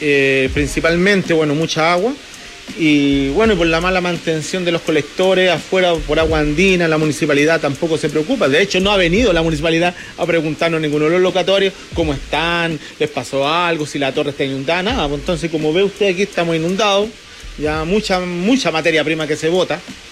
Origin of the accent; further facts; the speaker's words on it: Chile; Y lo demás ya, como todo chileno... pyme, mi microempresario, dándole todos los días, ¿no?